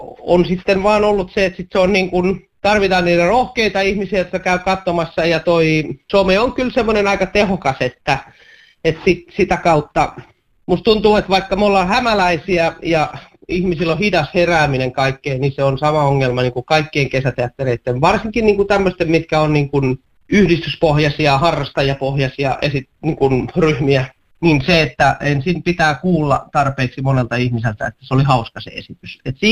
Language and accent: Finnish; Lahti, Päijät-Häme, Finland; nyt kun mä olen itse lahtelainen ja sitten mennään Orimattilaan